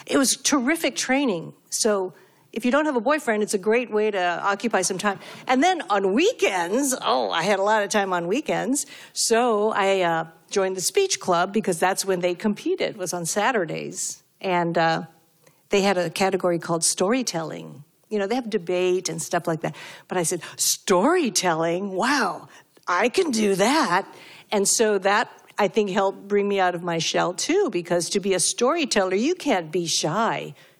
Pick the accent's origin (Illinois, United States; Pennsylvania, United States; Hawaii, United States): Hawaii, United States; I think I got a break because I was from Hawaii, frankly.